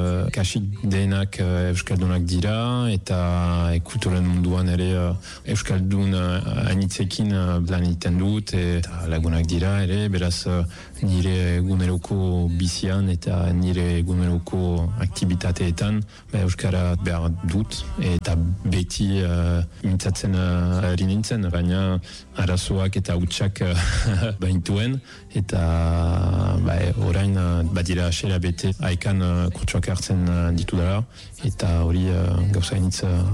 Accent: Nouvelle-Aquitaine, France; born there; Basque is a second language; also born or lived in Tuscany, Italy; ongeta sortzi urte ditut eta emeritzen bizi naiz. Italiakoa naiz, Toskanakoa, baina 2000 eta batetik euskaren bizi naiz. Zibulu eta Donibane loitzunen artean handitea nintzen.

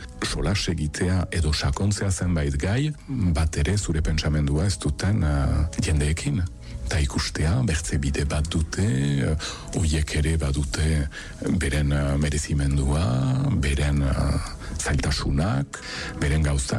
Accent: Saint-Pée-sur-Nivelle, Nouvelle-Aquitaine, France; Ni senpertaja naiz, euskalduna naiz, eskuarabanakien kasi galdu nuen berreskuratu dut, fededuna naiz

